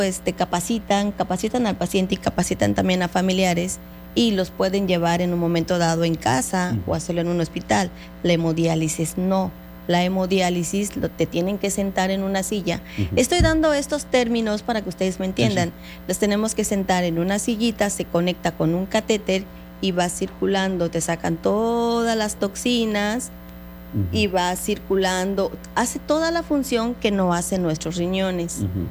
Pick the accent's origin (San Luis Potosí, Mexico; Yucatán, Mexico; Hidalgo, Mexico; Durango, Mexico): Yucatán, Mexico; en el caso de los que somos yucatecos y orgullosamente yucatecos